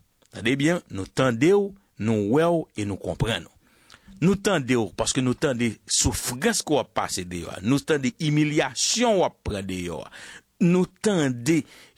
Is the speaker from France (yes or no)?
no; Vietnam; Moi-même je suis du Vietnam